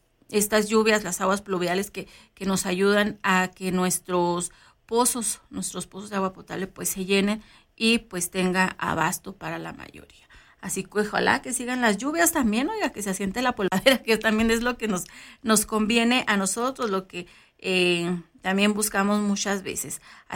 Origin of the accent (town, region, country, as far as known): Mexico